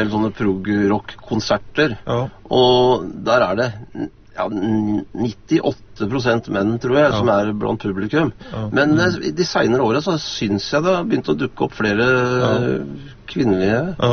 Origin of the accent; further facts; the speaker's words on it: Lørenskog, Akershus, Norway; moved away; Så jeg kommer jo egentlig fra Lørenskog. Jeg vokste opp da.